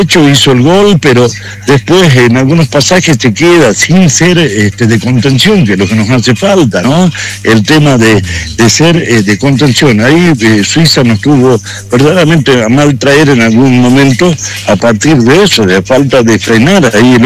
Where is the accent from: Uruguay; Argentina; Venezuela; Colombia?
Argentina; lo sentimentalistas que somos los argentinos